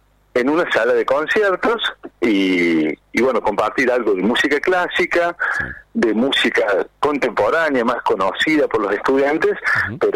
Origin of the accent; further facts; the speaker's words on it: Córdoba, Argentina; yo soy de provincia de Córdoba, pero hago giras por provincia de Santa Fe, Buenos Aires.